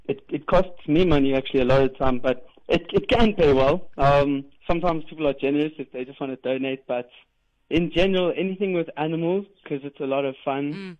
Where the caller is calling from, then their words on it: Pretoria, Gauteng, South Africa; Hatfield, Pretoria.